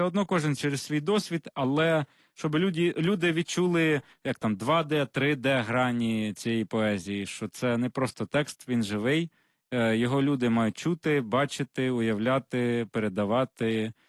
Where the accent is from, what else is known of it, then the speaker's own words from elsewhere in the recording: Yuzhnoukrainsk, Mykolaiv Oblast, Ukraine; сучасного міста, звідки я родом, Южна, а тепер уже Південна Українська.